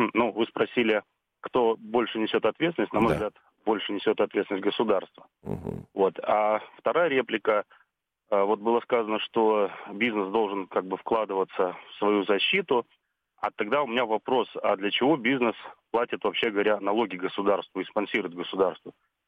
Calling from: Saint Petersburg, Leningrad Oblast, Russia; Звоню из Санкт-Петербурга, точнее, Ленинградской области.

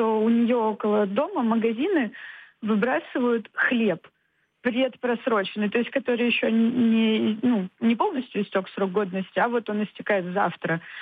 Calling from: Saint Petersburg, Russia; Я из Санкт-Петербурга.

